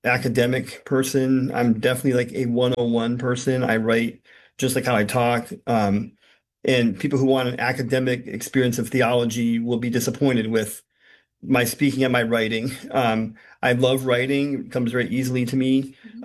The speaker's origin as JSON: {"language": "English", "region": "California", "country": "United States", "tie": "born or raised there", "said": "I was born and raised in California. My formative years, I guess, were at St. Anthony's in Pasadena, and in college, I went to St. Sophia Cathedral in Los Angeles."}